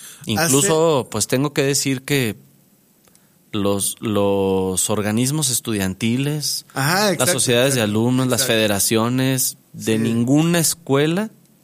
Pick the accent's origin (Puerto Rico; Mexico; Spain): Mexico; nos haya ocurrido como mexicanos, es lo hicimos los mexicanos.